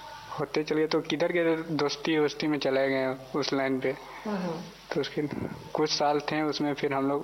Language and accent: Hindi; Khunti district, Jharkhand, India; village Datia है मेरा गांव, थाना है खूंटी, जिला है खूंटी